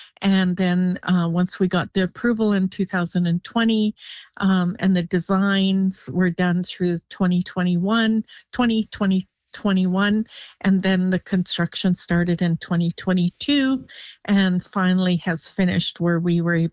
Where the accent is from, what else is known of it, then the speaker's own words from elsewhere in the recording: Gitwangak, British Columbia, Canada; I'm from the north. I'm from Gitwanga.